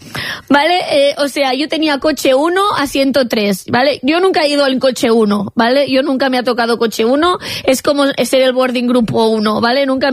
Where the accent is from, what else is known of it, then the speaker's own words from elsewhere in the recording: Catalonia, Spain; yo pensaba que no podía ser más catalana, pues... Pues ahora soy más catalana aún.